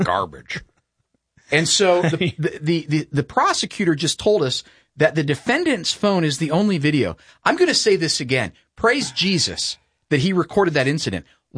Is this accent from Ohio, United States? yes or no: yes; Ashland County, Ohio, United States; my hometown, my guy in Ashland County